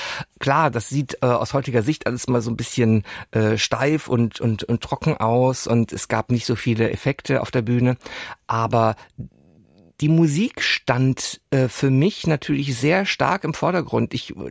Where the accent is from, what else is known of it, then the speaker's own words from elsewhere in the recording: Hesse, Germany; first language French; Ich bin im Hessischen groß geworden, in einem 600-Seelendorf. Und wenn man da mit einem französischen Akzent in die Schule gegangen ist, war man schon der Exot.